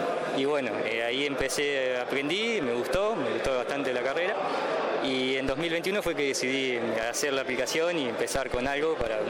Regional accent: Rauch, Buenos Aires Province, Argentina; De la zona de Rauch, de la Cuenca del Salado

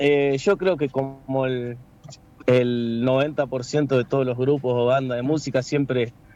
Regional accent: La Plata, Buenos Aires Province, Argentina; Nosotros somos acá de La Plata, somos.

